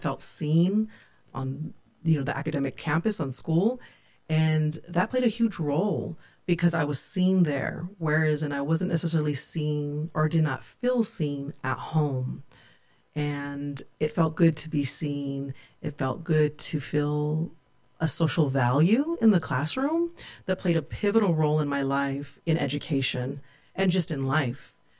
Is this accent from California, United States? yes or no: yes; Turlock, California, United States; Actually, I grew up in Turlock, California. I was born and raised in Turlock, California, and I moved away once and came back.